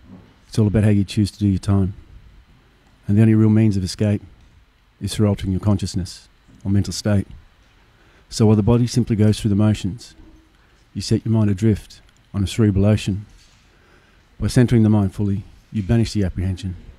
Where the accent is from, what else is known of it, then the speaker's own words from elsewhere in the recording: Queensland, Australia; I'm from Queensland. I've been down in Victoria for about 4 or 5 years.